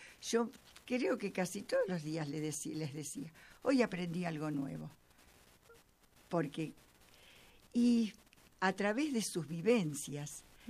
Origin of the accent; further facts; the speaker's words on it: Rosario, Santa Fe, Argentina; born there; now in Ramallo, Argentina; si bien soy nacida en Rosario, pero tengo mucho más de ramallense que de rosarina.